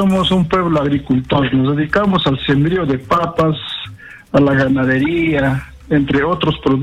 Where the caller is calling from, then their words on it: Ticlacayán, Pasco, Peru; mi pueblo hermoso, querido Ticlacayán